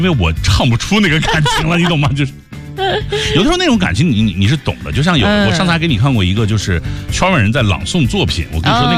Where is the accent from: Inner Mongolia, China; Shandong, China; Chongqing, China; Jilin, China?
Inner Mongolia, China; moved away; 我小的时候在家乡的时候，内蒙古哈，